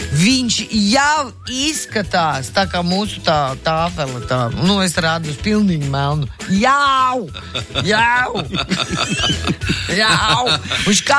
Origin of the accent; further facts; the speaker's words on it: Jūrmala, Latvia; Nē, es saku čīkst, tāpēc, ka es no Jūrmalas, un Jūrmalā tā vasara atnāk un bišķi lēnāk.